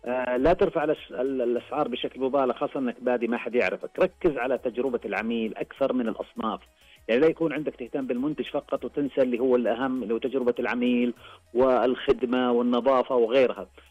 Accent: Saudi Arabia

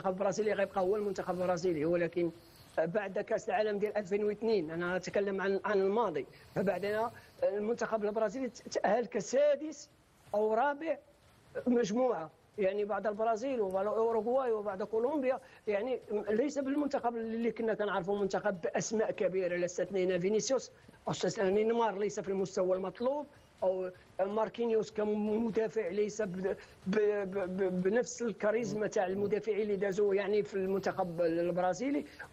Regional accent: Morocco; أنا كمغربي

